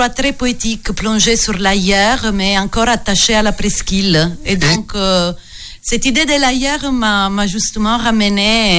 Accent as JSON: {"language": "French", "region": "Apulia", "country": "Italy", "second_language": "French", "moved": "yes", "lives_now": "France", "said": "c'est très pratique de savoir où me trouver en Italie. Il faut aller sur la pointe extrême du talon."}